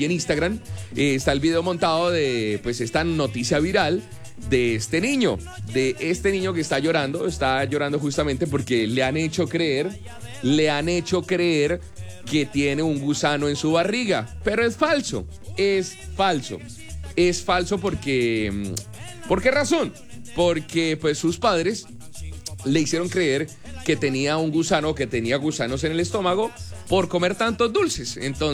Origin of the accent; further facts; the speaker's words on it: Neiva, Huila, Colombia; que somos de Neiva, del Huila.